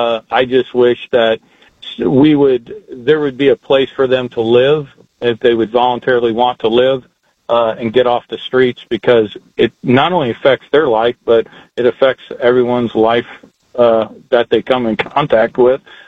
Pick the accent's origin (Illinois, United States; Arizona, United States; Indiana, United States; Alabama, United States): Indiana, United States; Indianapolis; growing up in Indianapolis in the 70s, obviously I know when they closed Central State Hospital